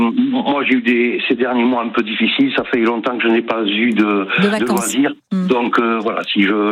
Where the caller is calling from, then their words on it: Biscarrosse, Nouvelle-Aquitaine, France; je suis, non, pas à Biscarplage, je suis à Biscarbourg, mais j'ai le lac sud, pas très loin de chez moi, 1,5 km, et le nord est à 10 minutes.